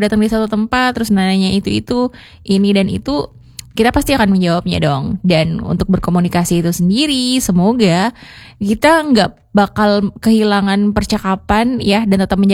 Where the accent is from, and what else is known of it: Indonesia